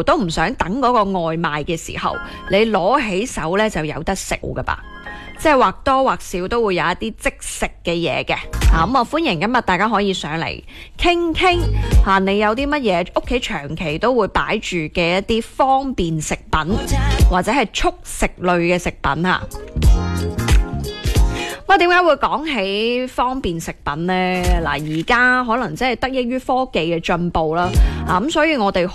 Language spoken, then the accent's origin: Cantonese; Guangdong, China; 我哋广东人唔系最中意老火汤啊、煲靓汤啊、饮汤水嘅